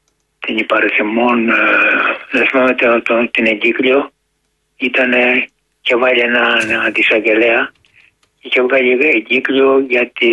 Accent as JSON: {"language": "Greek", "region": "Peloponnese", "country": "Greece", "said": "της οικογένειας Αγγελόπουλων που είναι από την πατρίδα μου κάτω από τη Γουρτινία"}